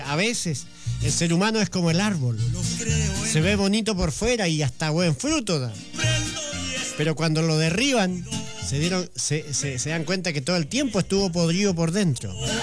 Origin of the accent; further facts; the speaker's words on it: Los Lagos, Chile; moved away; allá en mi tierra natal, en Meulín